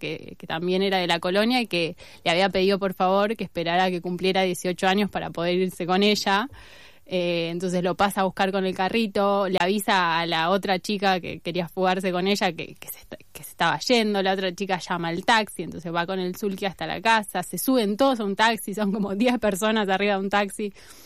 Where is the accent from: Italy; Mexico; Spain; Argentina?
Argentina; born there; como yo que nací acá